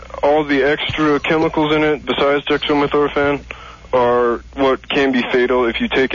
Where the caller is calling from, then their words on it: Albuquerque, New Mexico, United States; I'm in Albuquerque right now.